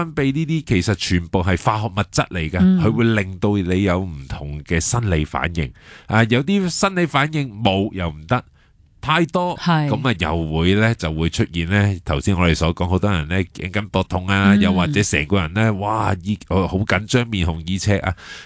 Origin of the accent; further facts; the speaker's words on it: Hong Kong; 我哋香港人